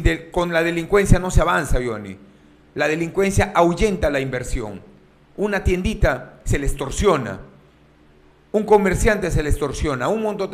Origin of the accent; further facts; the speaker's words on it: Piura, Peru; also born or lived in Tambogrande, Piura; Nací y crecí en el asentamiento humano Pachitea, pero parte de mi infancia la viví aquí en Tambo Grande, exactamente en el Valle de los Incas, en el caserío de Huiracocha